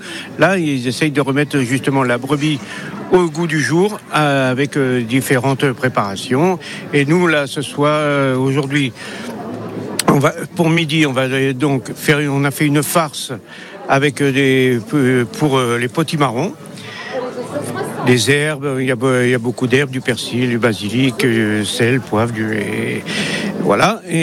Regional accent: Pigna, Corsica, France; Oui, moi je suis originaire de Pigne

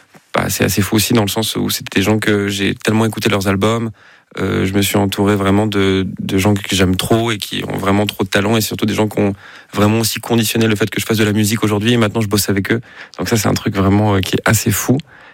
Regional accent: Alpe d'Huez, Auvergne-Rhône-Alpes, France; Et en plus, moi, je suis donc de l'Alpe d'Huez. Donc, ma mère habite pas très loin d'Aix-les-Bains, où se passe le festival.

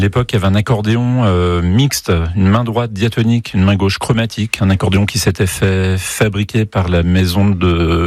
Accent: Pays de la Loire, France; moi je suis originaire de Loire-Atlantique

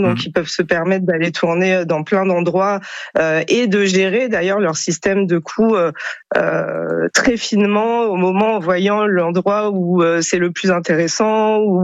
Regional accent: Marseille, Provence-Alpes-Côte d'Azur, France; en tant que Marseillaise et Marseillais

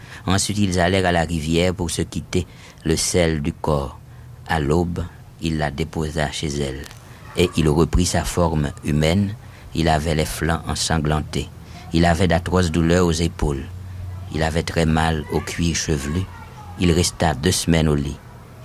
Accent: Haiti; moved away as an adult; l'enfance en Haïti, vous savez, se déroule habituellement, je crois que c'est encore vrai de nos jours, dans une atmosphère qui est à la fois entre le rêve et la réalité.

